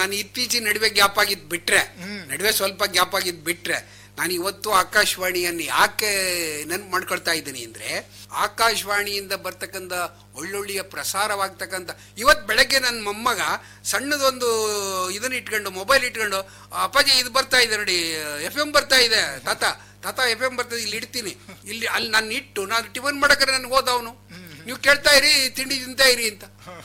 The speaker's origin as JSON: {"language": "Kannada", "area": "Shivamogga", "region": "Karnataka", "country": "India"}